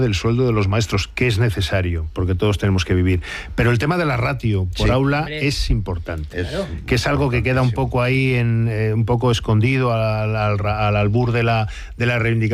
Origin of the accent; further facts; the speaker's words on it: Spain; Y entonces yo, hablar de la muerte con una mueca de sonrisa mientras lo lees, es harto complicado como español.